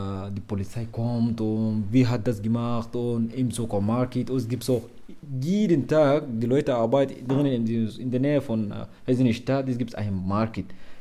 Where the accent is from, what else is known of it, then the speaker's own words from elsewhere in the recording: Sudan; German is a second language; moved away as an adult; now in Germany; Ich komme aus dem Sudan und ich kann Arabisch sehr, so gut.